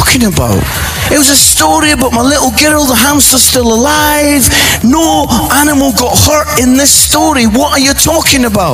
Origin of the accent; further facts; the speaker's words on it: Scotland, United Kingdom; as a Scotsman, this hurts a man deep in his heart, because I had paid £4 for that hamster.